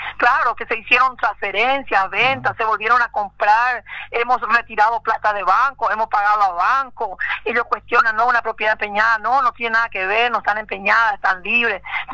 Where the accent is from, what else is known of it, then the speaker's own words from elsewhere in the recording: Hernandarias, Alto Paraná, Paraguay; somos nacidos y criados en Hernandarias